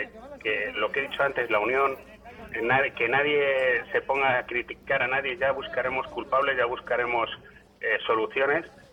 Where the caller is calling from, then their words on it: Ávila, Castile and León, Spain; No, yo no estoy en Ávila, me ha pillado fuera